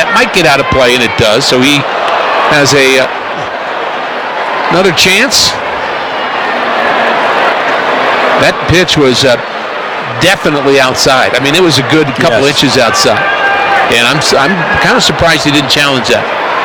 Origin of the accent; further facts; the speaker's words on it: New York, United States; growing up in New York